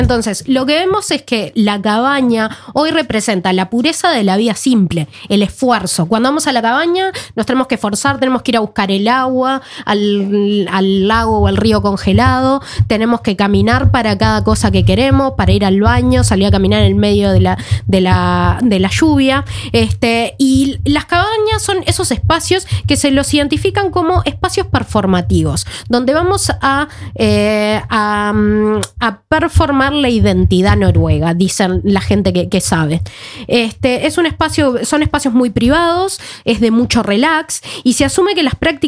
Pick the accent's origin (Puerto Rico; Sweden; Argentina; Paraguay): Sweden; Malmö, Skåne; Spanish is a second language; now in Norway; en el sur de Suecia, en Malmö, donde soy yo, en Skåne, no tenemos ese vínculo tan fluido, tan permanente con la naturaleza